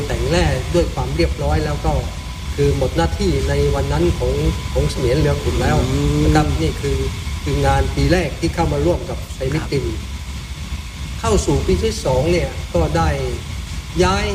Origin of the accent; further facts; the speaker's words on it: Ranong, Thailand; พื้นที่จังหวัดระนองเรา